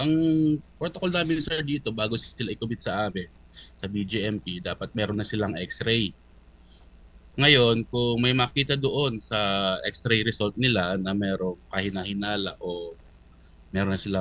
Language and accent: Tagalog; Legazpi, Bicol Region, Philippines; Tubong Legazpeño po kami, sir.